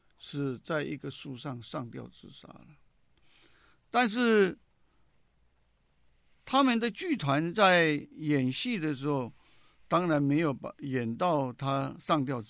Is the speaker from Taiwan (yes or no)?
yes; Taiwan